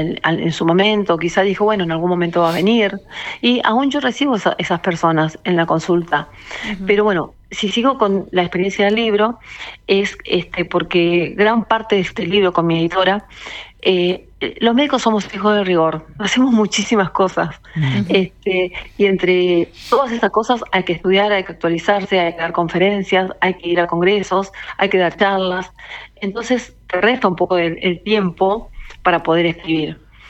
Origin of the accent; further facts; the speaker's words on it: Bella Vista, Argentina; now in Buenos Aires, Argentina; yo soy de Bellavista, pero estoy en Buenos Aires y repartida entre Buenos Aires y Bellavista